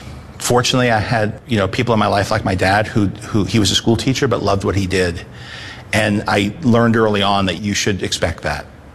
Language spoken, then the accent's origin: English; New York City, New York, United States; as a New Yorker, it really hit me like, wow, this has really hit another level.